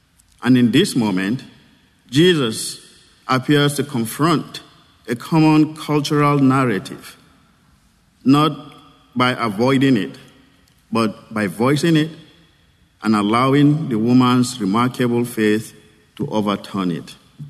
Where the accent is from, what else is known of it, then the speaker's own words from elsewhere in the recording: Nigeria; moved away; I'm originally from Nigeria